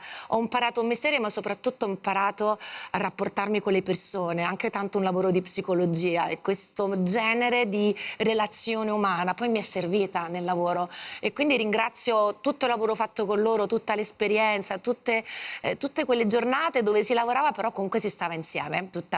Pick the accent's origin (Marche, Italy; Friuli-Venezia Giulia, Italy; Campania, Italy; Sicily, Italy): Campania, Italy; Sorrento; also born or lived in Paris, France; Io sono nata a Parigi e mio papà lavorava per una grande catena alberghiera a Parigi